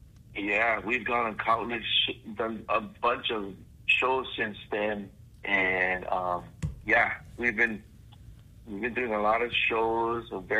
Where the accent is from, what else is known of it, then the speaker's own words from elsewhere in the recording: Maui, Hawaii, United States; born and raised in Maui, Hawaii, and I currently live in Lahaina. Both my parents are from the east side in Hana, Maui